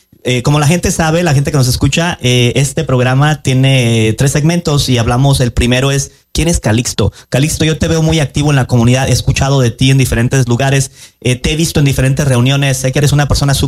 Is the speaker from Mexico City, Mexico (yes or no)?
no; Colima, Mexico; moved away; yo soy su servidor de Colima, donde decimos mi casa es tu casa y en Colima todos somos familia.